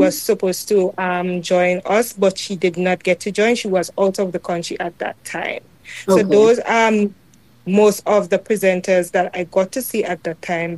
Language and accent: English; Marigot, Saint Andrew, Dominica; because I am from Marigot